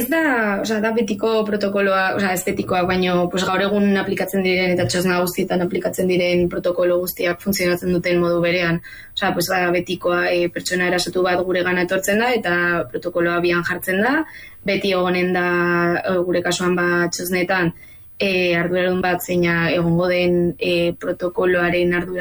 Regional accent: Navarre, Spain; Tafallaldekoa gara

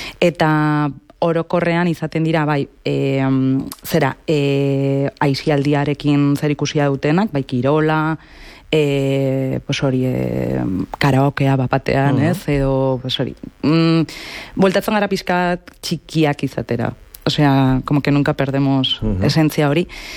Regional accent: Pamplona, Navarre, Spain; Errotxapean, ni Errotxapeatik nator

